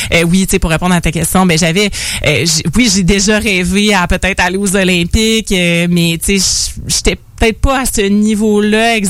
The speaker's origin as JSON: {"language": "French", "town": "Lac-Beauport", "region": "Quebec", "country": "Canada", "said": "moi je viens du lac Beauport"}